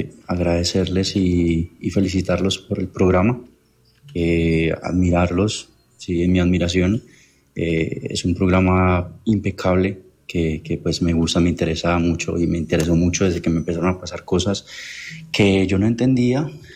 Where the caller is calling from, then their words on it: Cartago, Valle del Cauca, Colombia; me comunico desde Valle del Cauca, en una ciudad llamada Cartago.